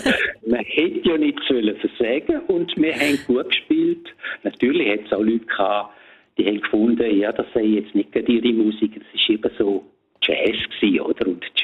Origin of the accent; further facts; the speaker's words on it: Domat/Ems, Grisons, Switzerland; Weil damals hat es in dem Dorf, wo ich aufgewachsen bin, im bündnerischen Domedems, da hat es einen Fernsehsender gegeben.